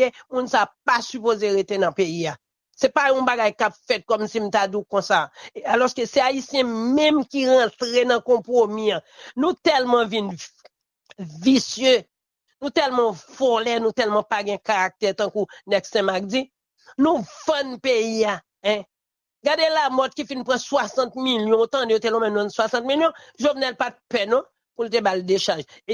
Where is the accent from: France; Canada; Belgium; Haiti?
Haiti; je me sens frustré en tant que haïtien.